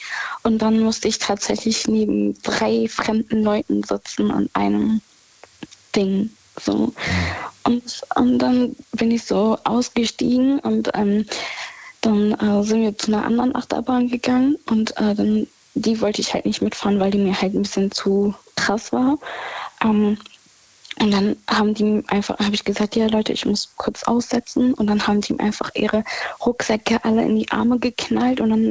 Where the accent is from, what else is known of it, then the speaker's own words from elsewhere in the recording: Rhineland-Palatinate, Germany; In der Nähe von Gerolstein.